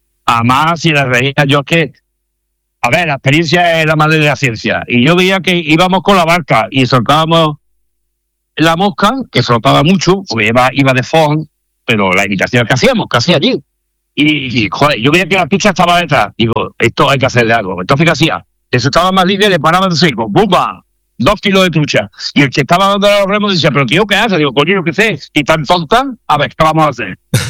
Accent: Córdoba, Andalusia, Spain; moved away as an adult; now in Logroño, Spain; pues yo llevo pescando de chaval, ahí en Córdoba, a los barbos y a las carpas. Pero cuando me vine aquí ya a Logroño, ya tenía 30 años

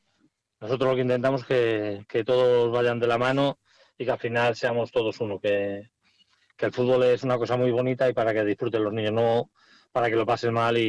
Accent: Salamanca, Castile and León, Spain; porque somos de Salamanca

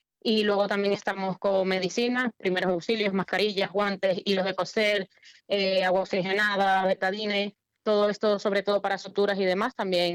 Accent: Venezuela; now in León, Spain; nosotros como venezolanos estando fuera somos bastante unidos

